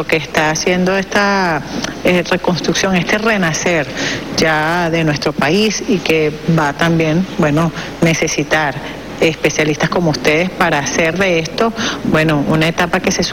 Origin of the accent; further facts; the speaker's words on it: Venezuela; somos venezolanos